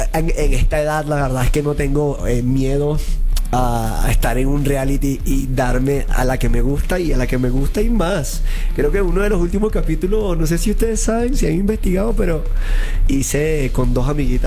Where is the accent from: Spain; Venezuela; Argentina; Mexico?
Venezuela; also born or lived in Colombia; justo estuve como 7 años en Colombia. Soy venezolano, un placer.